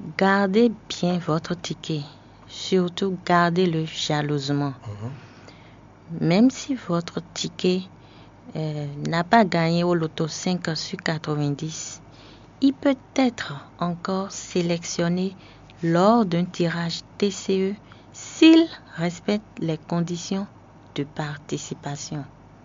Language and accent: French; Benin; Chez nous, au Bénin, le produit qui est concerné est le loto 5 sur 90.